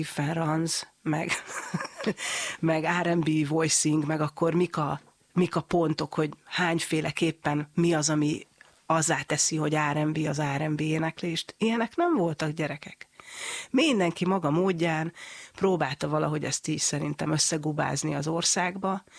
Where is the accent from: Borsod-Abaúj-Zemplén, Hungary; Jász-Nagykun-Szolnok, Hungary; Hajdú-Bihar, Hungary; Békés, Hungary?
Borsod-Abaúj-Zemplén, Hungary; mivel hogy én Borsod megyei vagyok